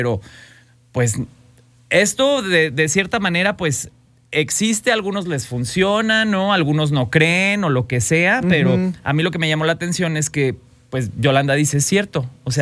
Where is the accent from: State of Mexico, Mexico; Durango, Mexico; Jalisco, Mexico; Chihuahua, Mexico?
Jalisco, Mexico; Paisanos de Lagos. Ya ven que soy de Los Altos de Jalisco.